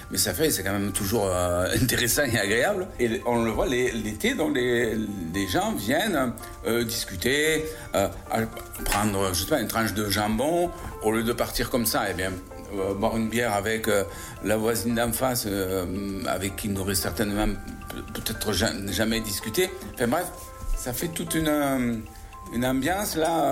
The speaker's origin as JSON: {"language": "French", "town": "Alès", "region": "Occitanie", "country": "France", "tie": "born there", "said": "Moi, je suis d'Alès. Je suis né à Alès, dans une rue qui s'appelle la rue de Beyran."}